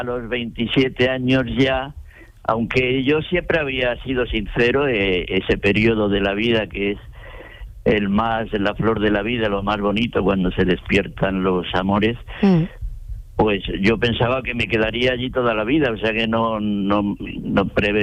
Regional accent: Águilas, Region of Murcia, Spain; moved away; also born or lived in Linares; Allí en Águilas, en mi pueblo.

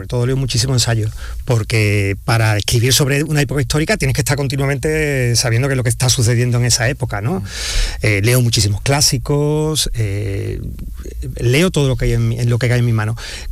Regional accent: Seville, Andalusia, Spain; O sea, yo soy muy sevillano. Pero mi corazón está en Cádiz

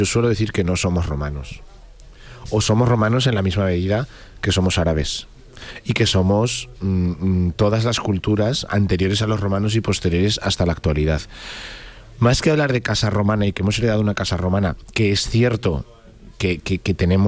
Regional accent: Castilla-La Mancha, Spain; born there; moved away; yo que vengo de Castilla-La Mancha, vuelvo a mi pueblo

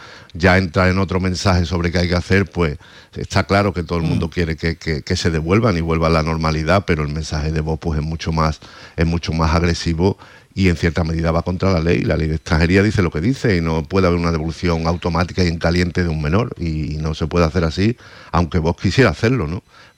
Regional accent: Andalusia, Spain; decir que allí que lo sentimos como andaluces, como hermanos

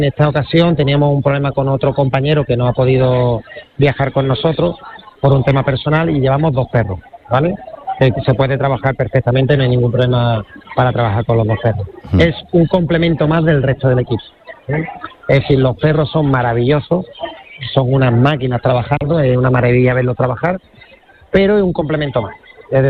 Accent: Málaga, Andalusia, Spain; nosotros que venimos de Málaga

